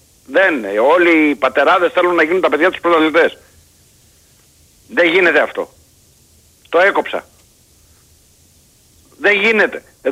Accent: Vasiliko, Central Greece, Greece; και είμαι από το Βασιλικό Ιβίας.

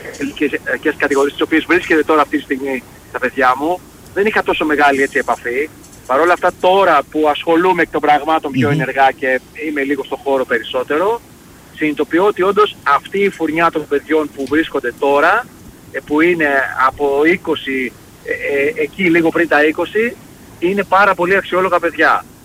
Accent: Lechaina, Western Greece, Greece; moved away; Διότι μεγάλωσα στα Λεχενά, ήταν ο πατέρας μου τότε στην πολεμική αεροπορία στην Αντραβίδα, στη βάση της Αντραβίδας, μεγάλωσα στα Λεχενά, από όπου κατάγεται και ο ίδιος.

